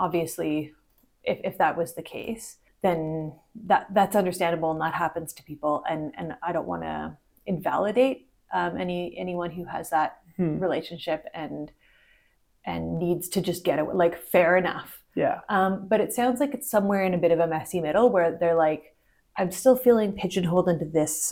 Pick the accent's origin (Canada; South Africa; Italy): Canada; Ottawa, Ontario; My hometown is Ottawa, which is not, it's not Toronto, but it's still pretty big.